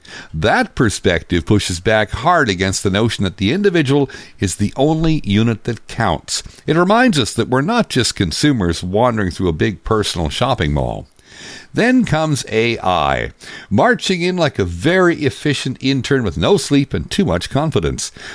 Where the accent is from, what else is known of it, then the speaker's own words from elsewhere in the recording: West Coast, Canada; I am your Canadian West Coast Boomer Settler